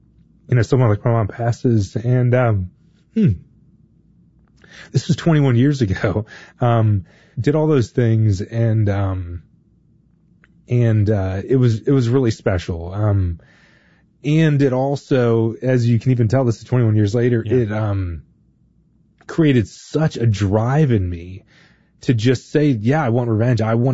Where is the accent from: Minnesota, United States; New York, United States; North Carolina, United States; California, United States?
North Carolina, United States; Raleigh; I grew up in Raleigh, North Carolina, where, college sports are really big